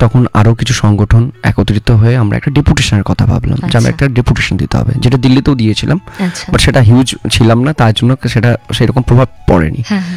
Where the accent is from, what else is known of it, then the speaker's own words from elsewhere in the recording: West Bengal, India; first language Bengali; আমার নিজের রাজ্যে পশ্চিমবাংলায় আমি প্রচুর সাপোর্ট পেয়েছি